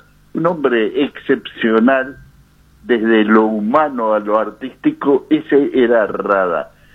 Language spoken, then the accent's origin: Spanish; Uruguay